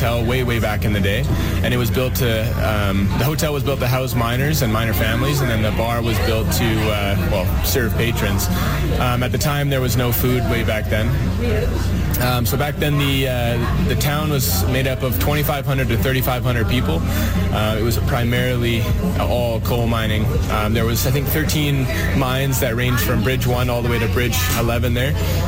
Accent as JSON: {"language": "English", "town": "Drumheller", "region": "Alberta", "country": "Canada", "tie": "born or raised there", "said": "I grew up in Drumheller"}